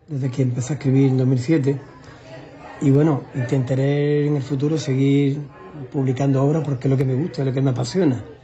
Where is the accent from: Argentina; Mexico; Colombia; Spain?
Spain; San Roque, Andalusia; yo me siento reconocido, admirado y querido por mis paisanos de San Roque.